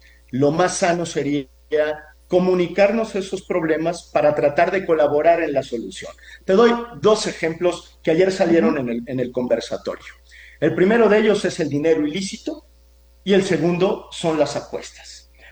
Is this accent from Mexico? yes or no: yes; Guadalajara, Jalisco, Mexico; yo soy de Guadalajara, simpatizo por supuesto con los Leones Negros, aunque le voy a las Chivas